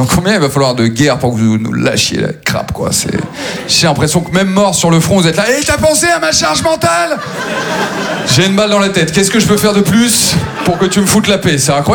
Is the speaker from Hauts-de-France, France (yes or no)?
yes; Maubeuge, Hauts-de-France, France; J'ai grandi à Maubeuge, c'est la 7e ville la plus pauvre de France, voilà, parce qu'ils ont fait un classement les bâtards.